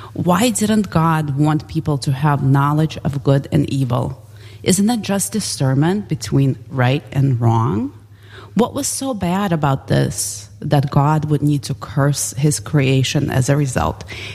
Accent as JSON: {"language": "English", "country": "Ukraine", "moved": "yes", "lives_now": "Elmhurst, United States", "said": "Actually, the Soviet Union."}